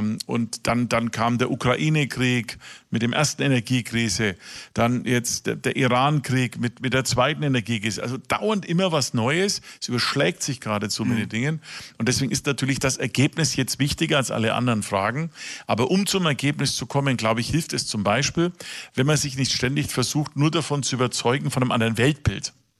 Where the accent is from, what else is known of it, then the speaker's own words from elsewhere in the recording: Germany; Ich bin eben am Hospital der amerikanischen Streitkräfte aufgewachsen.